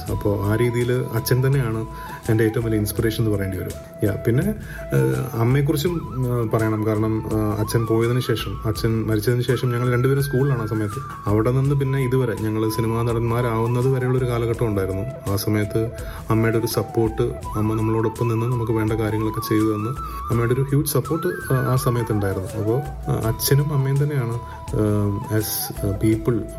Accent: Thiruvananthapuram, Kerala, India; born there; ഒരു 3-ാം class 4-ാം class മുതൽ ഒരു മേ ബി ഒരു 7-ാം ക്ലാസ് 8-ാം ക്ലാസ് വരെയൊക്കെ ഒരു ആ ഒരു സമയം ഉണ്ടല്ലോ. ആ ഒരു സമയം ശരിക്കും തിരുവനന്തപുരത്ത് ഒരു വീട്ടിൽ പൂജപ്പുര ഒരു വീട്ടിലായിരുന്നു ഞങ്ങളെല്ലാവരും താമസിക്കുന്നത്. സോ ഞങ്ങളെല്ലാവരും കൂടെ ജോയിന്റ് ഫാമിലി ആയിട്ട് നിന്നിരുന്ന ഒരു കാലഘട്ടം ഉണ്ടായിരുന്നു.

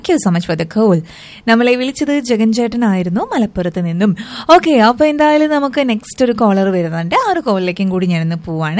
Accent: Thrissur, Kerala, India; ഞങ്ങൾ തൃശ്ശൂരാരെന്താ മോശ?

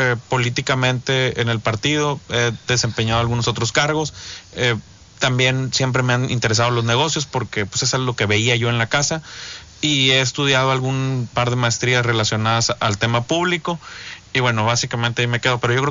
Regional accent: Ciudad Victoria, Tamaulipas, Mexico; born there; nací en Ciudad Victoria, nací en Victoria, en el Hospital General. Tengo la fortuna de ser de esta hermosa tierra.

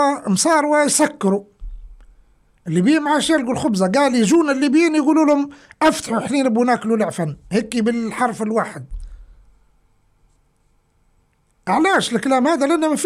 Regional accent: Libya; لكن إحنا ليبيين

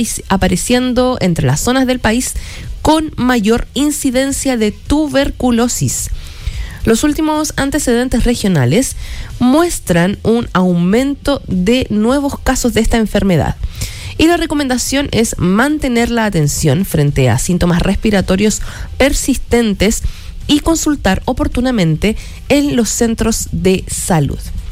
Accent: Chile

